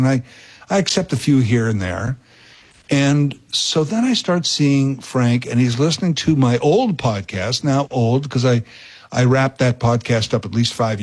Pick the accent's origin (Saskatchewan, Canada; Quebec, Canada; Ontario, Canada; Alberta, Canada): Saskatchewan, Canada; stories that I told about my childhood growing up in Saskatchewan in a small town.